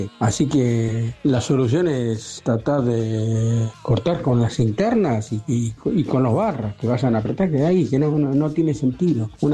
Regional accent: Quilmes, Buenos Aires Province, Argentina; Soy de Quilmes.

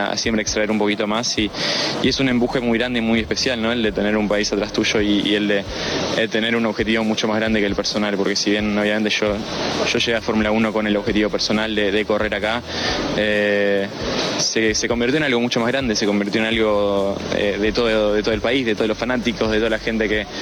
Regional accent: Argentina; demostrar que soy argentino y que estoy muy, muy orgulloso de serlo y de llevar esa bandera argentina por la pista

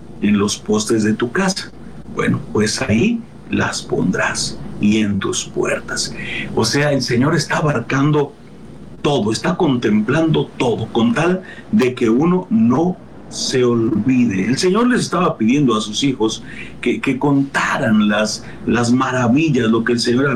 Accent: Mexico; Nosotros acá en México nos amarramos un hilito en el dedo, ¿verdad?

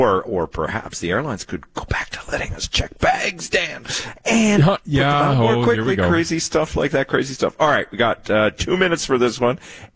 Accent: Newfoundland and Labrador, Canada; As you know, I'm from Newfoundland and Labrador. They just sent us out. Roll in the dirt, scrape yourself open.

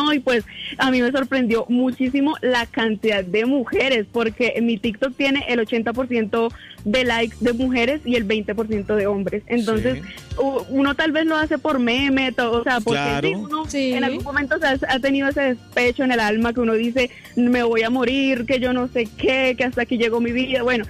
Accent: Morales, Bolívar, Colombia; now in Bogotá, Colombia; Yo soy de mi amado y hermoso bello pueblo, se llama Morales Bolívar, queda en el sur de Bolívar

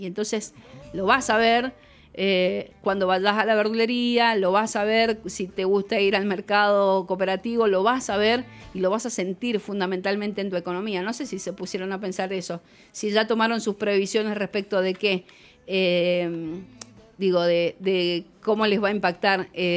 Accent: Mendoza, Argentina; para nosotros como mendocinos

